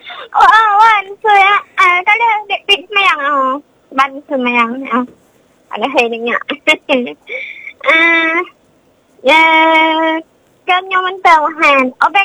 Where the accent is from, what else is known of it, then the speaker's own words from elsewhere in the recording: Aceh, Indonesia; kita sebagai orang Aceh